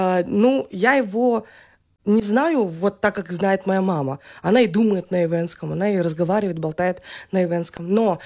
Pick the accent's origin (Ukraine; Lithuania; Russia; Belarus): Russia; Anyuysk, Chukotka Autonomous Okrug; moved away; also born or lived in Bilibino; Я родилась в городе Билибино. Малой родиной своей считаю село Анюйск, и вообще Чукотка для меня это родные места моих родителей, это Амалон, Анюйск, Билибино